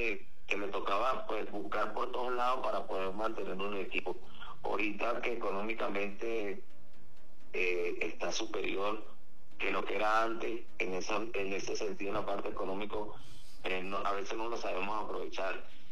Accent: Carabobo, Venezuela; Yo soy carabobeño, pero aquí fue donde yo nací mi carrera

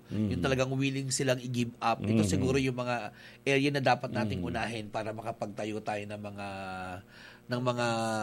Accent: Hagonoy, Central Luzon, Philippines; Actually po, yung I am from Bulacan. I am from Bulacan po sa Region 3.

